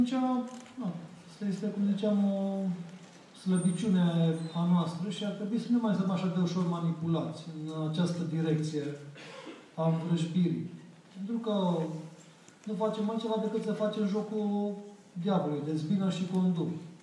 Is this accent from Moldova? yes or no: no; Romania